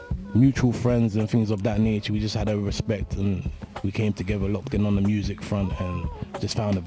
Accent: London, United Kingdom; I'm from South London.

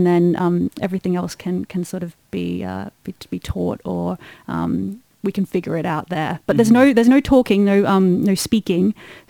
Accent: Australia; accent: Australian; moved away as an adult; now in United Kingdom; I'm Australian, if you can hear by my accent.

